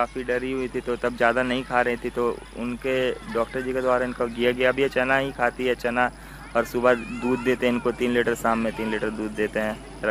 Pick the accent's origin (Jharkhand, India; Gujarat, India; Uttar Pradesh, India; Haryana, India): Jharkhand, India; Jamshedpur; यही गोलमुरी के निवासी हैं।